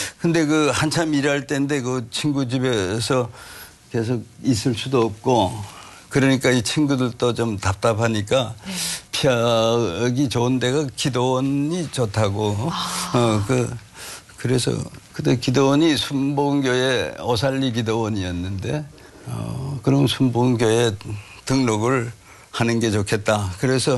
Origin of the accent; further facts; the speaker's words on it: Taebaek, Gangwon, South Korea; 셋째인데 제 고향은 강원도라고 그러는 거죠. 태백이라고. 단광촌에서 태어나서 거기서 초중고 다 나오고